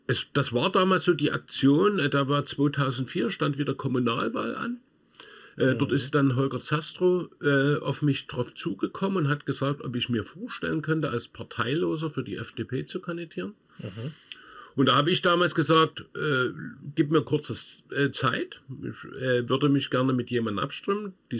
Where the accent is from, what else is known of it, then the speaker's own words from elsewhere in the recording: Dresden, Saxony, Germany; Also ich bin gebürtiger Dresdner, bin 68 in Dresden geboren.